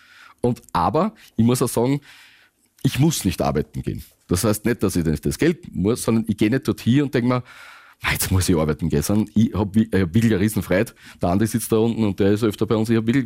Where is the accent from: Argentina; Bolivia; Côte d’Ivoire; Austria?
Austria; Lower Austria; ich komme aus Ösen Waldviertel, also wir haben schon viel Kraft